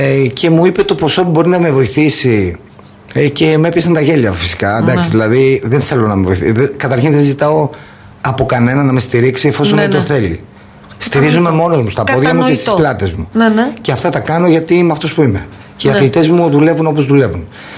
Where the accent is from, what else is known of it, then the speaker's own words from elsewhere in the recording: Agrinio, Western Greece, Greece; Γιατί δεν μπορεί να με στηρίξει το Αγρίνιο η πόλη μου.